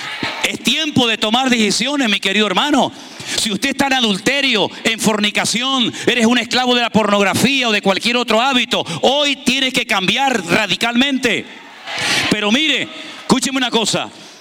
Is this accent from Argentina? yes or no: no; Spain; moved away; Yo no sé lo que me voy a encontrar en España cuando llegue. Yo salí de España y está patas arriba aquello.